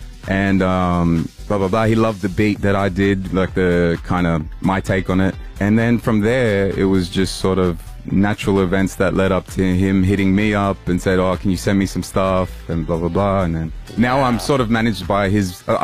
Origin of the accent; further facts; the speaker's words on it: Sydney, New South Wales, Australia; I'm from Sydney, yes.